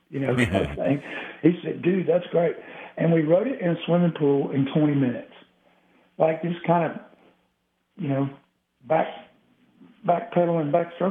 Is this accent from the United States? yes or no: yes; Texas, United States; also born or lived in Oklahoma; now in Nashville, United States; we're kind of from Texas individually, Texas, Oklahoma, but came here to Nashville to kind of form things.